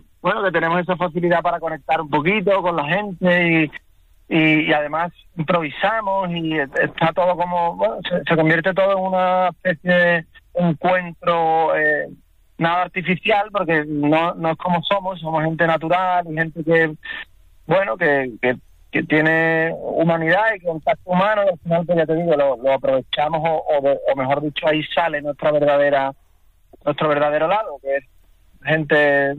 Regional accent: Seville, Andalusia, Spain; un grupo que tiene sangre del sur de España, claro. Y tal, pero somos gente de Sevilla

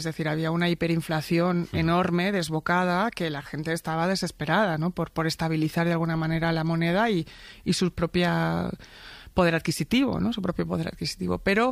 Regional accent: Buenos Aires, Argentina; born there; Yo no soy una migrante de segunda generación, porque yo, por más que nací en Buenos Aires

